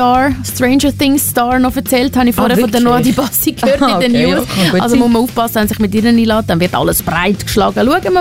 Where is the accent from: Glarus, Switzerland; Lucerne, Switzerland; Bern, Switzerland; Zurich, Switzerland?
Zurich, Switzerland; weil ich als Zürcherin habe es auch nicht gekannt.